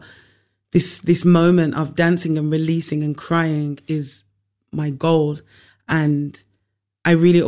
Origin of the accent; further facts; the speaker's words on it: United Kingdom; I'm British Jamaican.